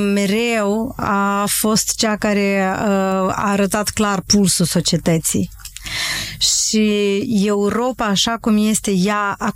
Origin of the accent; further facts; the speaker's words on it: Romania; noi întotdeauna am fost un spațiu, suntem români și punctum